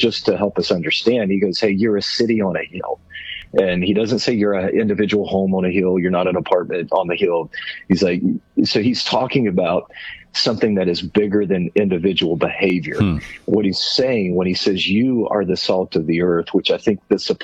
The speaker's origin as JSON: {"language": "English", "region": "Arkansas", "country": "United States", "tie": "born or raised there", "said": "I grew up in Arkansas"}